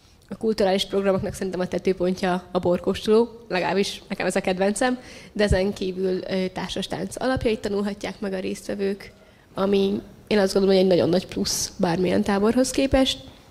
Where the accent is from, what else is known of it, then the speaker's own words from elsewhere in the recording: Esztergom, Komárom-Esztergom, Hungary; Úgyhogy nekem kicsit az otthont jelképezi, mert én Esztergomból való vagyok.